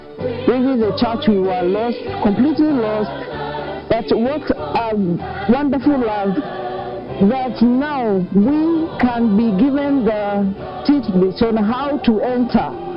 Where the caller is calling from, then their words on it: Nyali, Mombasa County, Kenya; I'm calling you from Nyali, Renson